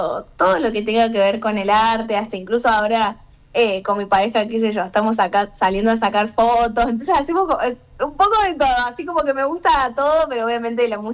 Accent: Río Cuarto, Córdoba, Argentina; moved away as an adult; now in Buenos Aires, Argentina; nací en Córdoba capital, pero al poquito tiempo me fui para Río Cuarto y viví toda mi vida allá.

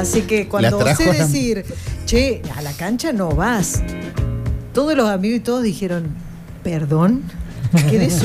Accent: Rosario, Santa Fe, Argentina; now in Córdoba, Argentina; Nosotros somos rosarinos.

